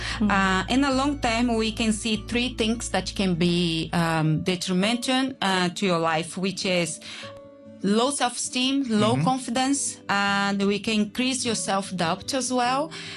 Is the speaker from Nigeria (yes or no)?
no; Brazil; born or raised there; English is a second language; moved away as an adult; also born or lived in Spain / United Kingdom; now in Hong Kong